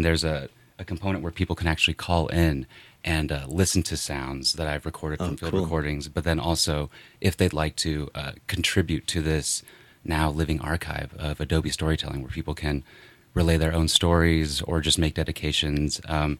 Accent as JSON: {"language": "English", "town": "Los Lunas", "region": "New Mexico", "country": "United States", "tie": "born or raised there", "also_born_or_lived": "Albuquerque, New Mexico / Oakland, California", "said": "Yeah, I mean, I grew up in Los Lunas and spent my whole life, I went to UNM and, between Los Lunas and Albuquerque and, New Mexico's home. And I split my time now between, I went out to school into California. So I split my time between Oakland and Los Lunas mostly, but Los Lunas is home."}